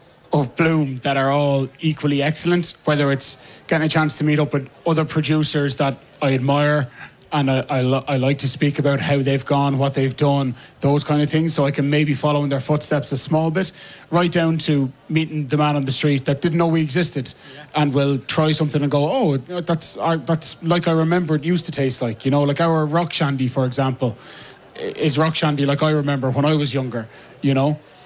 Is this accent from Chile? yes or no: no; County Wicklow, Ireland; I'm from Wicklow